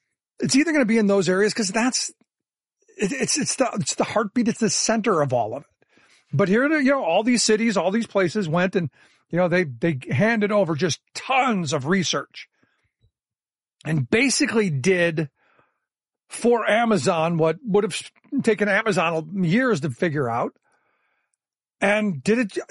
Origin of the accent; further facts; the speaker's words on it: Cleveland, Ohio, United States; like when I grew up in Cleveland, they gave them energy